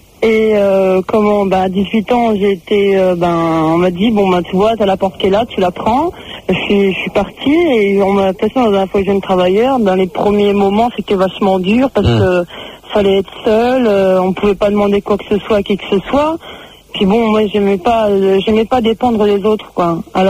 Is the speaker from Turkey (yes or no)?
yes; Turkey; C'était d'origine, je suis turque, et j'étais en vacances, et on est revenu, plus de père, plus personne.